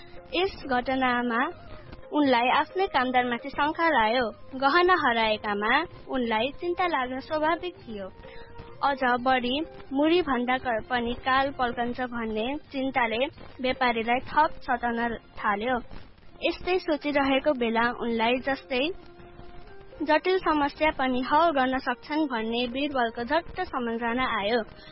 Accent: Belchautara, Gandaki Province, Nepal; मेरो घर बेलचौतारा।

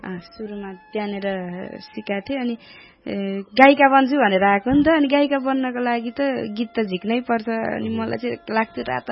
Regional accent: Udayapur, Koshi Province, Nepal; born there; also born or lived in Katari; उदयपुर मेरो जन्म बसामा भयो, अनि पछि मेरो बाबा चाहिँ एक्सपायर हुनुभएपछि हामी यता कटारी आयौँ, त्यसपछि फेरि अहिले रामपुरमा छौँ, अहिले चाहिँ हामी रामपुरमा घर छ।

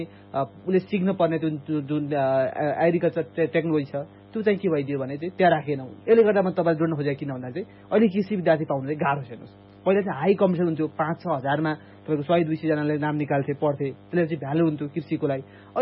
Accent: Mugu, Karnali Province, Nepal; moved away; म हिमाली जिल्लाको मान्छे होइन, मेरो घर चाहिँ मुगु हो, म चाहिँ कर्णाली प्रदेशबाट त्यहाँ छु।

